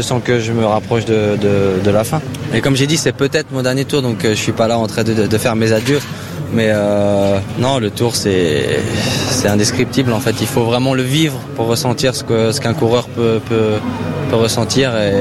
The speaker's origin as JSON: {"language": "French", "country": "France", "said": "en tant que Français"}